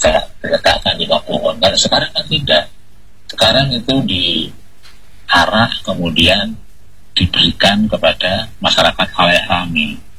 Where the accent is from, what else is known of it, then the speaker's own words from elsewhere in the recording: East Java, Indonesia; khususnya di kampung halaman kami di Pulau Jawa sana, Barat sana, di Jawa Timur, itu bentuk syukur ya